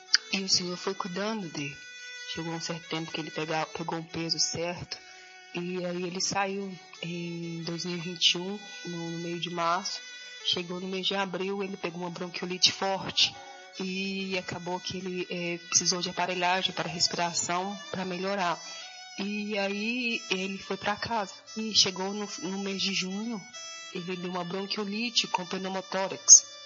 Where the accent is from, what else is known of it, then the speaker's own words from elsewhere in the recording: Belo Horizonte, Minas Gerais, Brazil; sou aqui de Belo Horizonte.